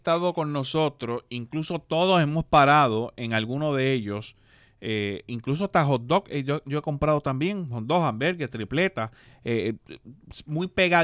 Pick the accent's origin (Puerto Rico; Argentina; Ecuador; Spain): Puerto Rico; Quebradillas; yo vengo de Quebradillas